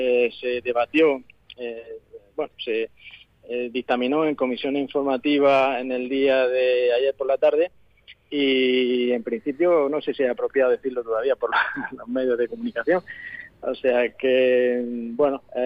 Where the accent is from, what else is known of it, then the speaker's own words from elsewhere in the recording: Spain; los españoles